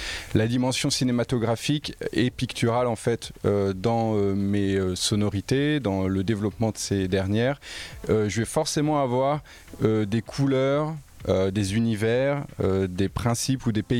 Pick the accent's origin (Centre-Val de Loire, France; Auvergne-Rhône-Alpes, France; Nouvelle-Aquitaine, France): Centre-Val de Loire, France; Bourges; moved away as an adult; now in Loiret, France; moi qui ai pu grandir à Bourges, il y avait la ville, puis assez rapidement des paysages assez plats, mais assez infinis.